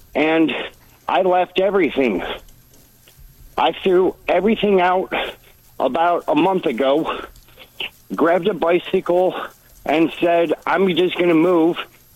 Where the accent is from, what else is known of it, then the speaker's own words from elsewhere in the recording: Mount Clemens, Michigan, United States; I'm in the woods in Jackson. I'm from Mount Clemens. I'm traveling on a bicycle with a trailer